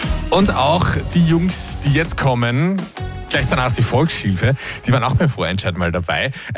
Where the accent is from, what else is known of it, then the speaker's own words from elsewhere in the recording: Burgenland, Austria; Hätte ich allein als Burgenländer schon Verständigungsprobleme.